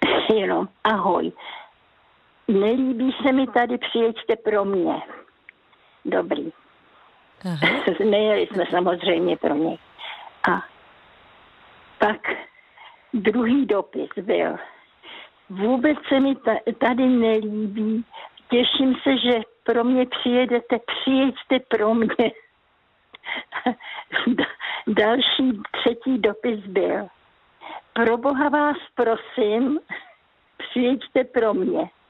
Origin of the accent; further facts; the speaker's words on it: Vysočina Region, Czechia; born there; Moje rodiště je, kde teďka je přehrada Želivka, ano?